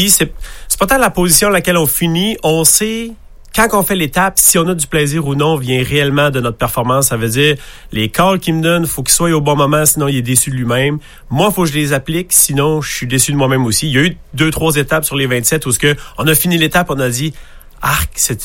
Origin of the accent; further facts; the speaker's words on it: Quebec, Canada; moi, je viens de la Gaspésie, on est venu ici.